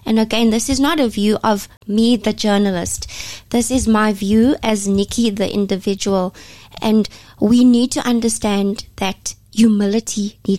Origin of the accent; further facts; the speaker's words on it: South Africa; And I'm a South African as well, and I feel for my fellow South Africans